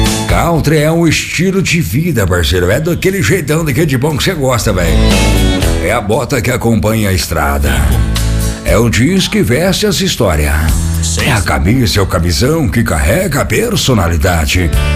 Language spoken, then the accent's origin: Portuguese; Santa Fé do Sul, São Paulo, Brazil; moved away; lá em Santa Fé do Sul, na minha terra querida